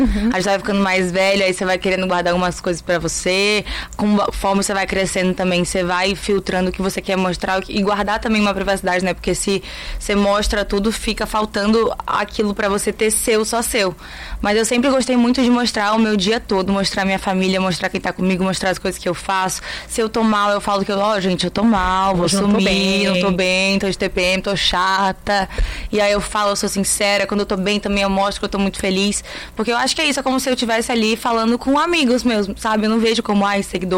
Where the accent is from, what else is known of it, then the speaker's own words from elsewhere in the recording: Campos dos Goytacazes, Rio de Janeiro, Brazil; moved away as an adult; Não, eu sou campista. Eu sou do interior do Rio de Janeiro, em Campos dos Goytacazes. Eu nasci lá a vida inteira, fiquei até 18 anos.